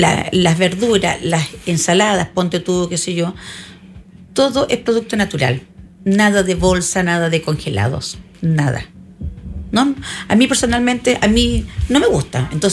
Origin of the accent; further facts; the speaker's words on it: Chiloé, Los Lagos, Chile; Yo soy chilota.